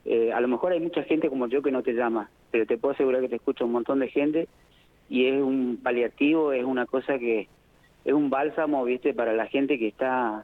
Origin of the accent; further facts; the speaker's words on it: Rivadavia, Argentina; Porque yo soy de Rivadavia, escucho toda la programación de Rivadavia.